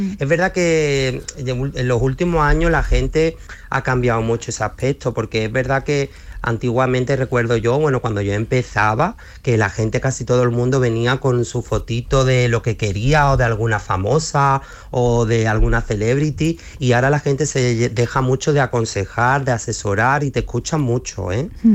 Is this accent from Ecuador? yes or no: no; Málaga, Andalusia, Spain; Yo soy del Puerto de la Torre, donde tengo mi salón